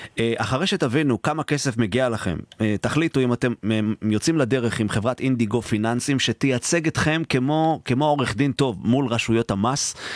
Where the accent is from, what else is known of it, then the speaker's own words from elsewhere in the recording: Hatzor HaGlilit, Northern District, Israel; אני גדלתי ביישוב כזה המון שנים בחצור הגלילית